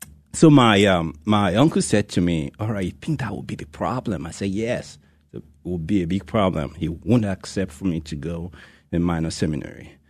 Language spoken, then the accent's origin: English; Nigeria; moved away; I am from Nigeria. Mm-hmm. And from the beginning, yes, I grew up in the faith in a very Catholic family.